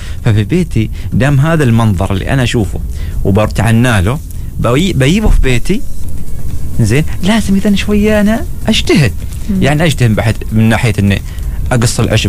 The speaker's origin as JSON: {"language": "Arabic", "country": "Oman", "said": "احنا حبنا للطبيعه احنا كعمانيين هو الاساس"}